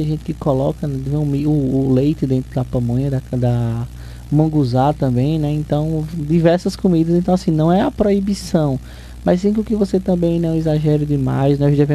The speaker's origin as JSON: {"language": "Portuguese", "country": "Brazil", "tie": "born there", "moved": "yes", "said": "Estava tendo as festividades lá da minha terra, né? Vila do Poço Fundo, o padroeiro Santo Antônio."}